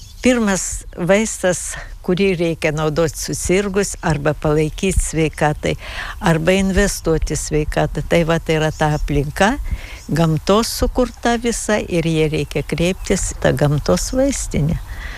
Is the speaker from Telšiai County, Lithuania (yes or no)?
yes; Mažeikiai, Telšiai County, Lithuania; moved away; aš esu iš Žemaitijos, kilusi nuo Mažeikių ir tikrai irgi turėjom ir namelį gražų, ir aplinką gražą, ir sodą daržą, ir upelį, kas tik nori.